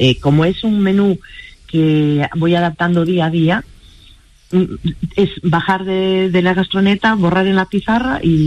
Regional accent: Galicia, Spain; born or raised there; also born or lived in Madrid

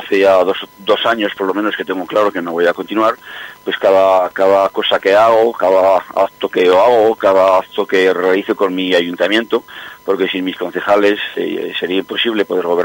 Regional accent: Villafeliche, Aragon, Spain; Yo estoy orgulloso de mi pueblo

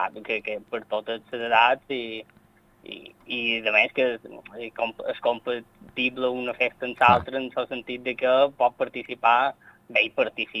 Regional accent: Santanyí, Balearic Islands, Spain; jo que som de Santanyí, sí. Són festes que he viscut tota la vida

